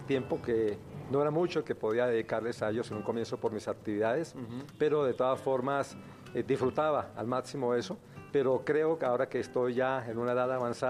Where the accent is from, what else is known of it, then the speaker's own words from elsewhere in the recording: Bucaramanga, Santander, Colombia; oriundo de Colombia. Nací en una ciudad al oriente que colinda casi con Venezuela, Bucaramanga, una ciudad muy bonita, en la capital del departamento de Santander. Soy el menor de 9 hermanos.